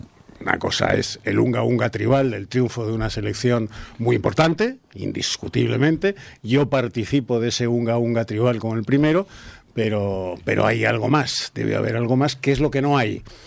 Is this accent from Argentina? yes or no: no; Spain